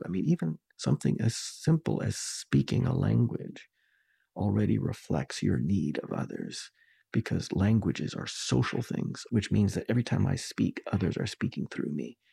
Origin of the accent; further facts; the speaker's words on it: Alberta, Canada; I grew up in Southern Alberta, and so the Rockies were my Western horizon, and it could be very windy